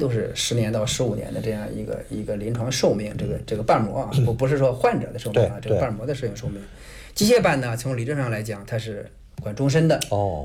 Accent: China; 我们中国人

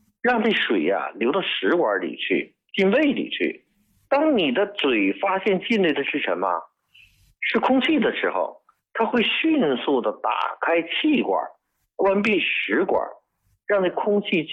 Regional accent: China; 针灸我们中国人用针灸针砭

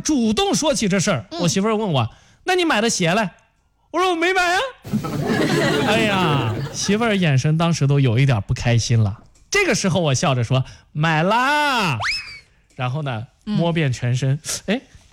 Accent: China

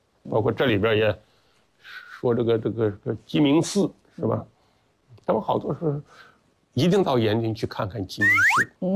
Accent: Yanjin, Henan, China; moved away; 所以我们河南人的话呢，除了幽默，就是心胸也特别的宽广。

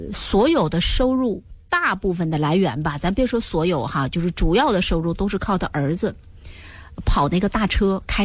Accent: China

